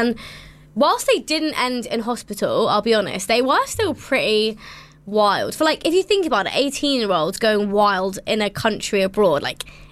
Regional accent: United Kingdom; I'm a British Indian gal.

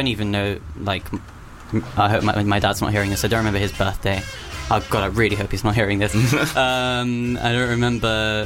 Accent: United Kingdom; We're Brits

